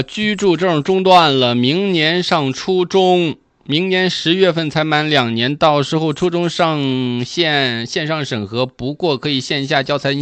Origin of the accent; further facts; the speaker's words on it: Hainan, China; 但是我们海南话里边就俩字儿